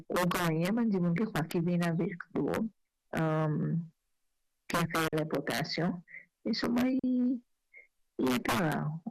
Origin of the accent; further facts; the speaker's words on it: Seychelles; Je suis de Seychelles.